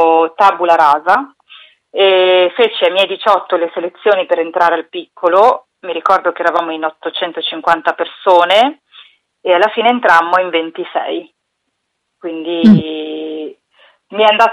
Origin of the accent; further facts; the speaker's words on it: Milan, Lombardy, Italy; also born or lived in Kinshasa, Congo; Io sono cresciuta a Milano.